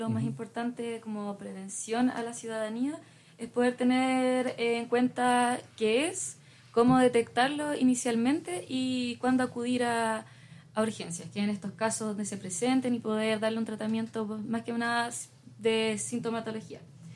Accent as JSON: {"language": "Spanish", "town": "Chiguayante", "region": "Biobío", "country": "Chile", "said": "Yo iba a ser de Concepción de Chiguayante"}